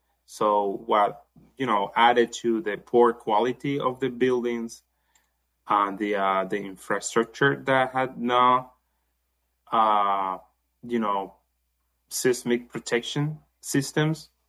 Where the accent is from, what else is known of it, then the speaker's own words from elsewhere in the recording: Barquisimeto, Lara, Venezuela; now in Bloomington, United States; I'm from Barquisimeto, which is 5 hours west of Caracas, which is the main city, that the capital, and the city that got impacted the most.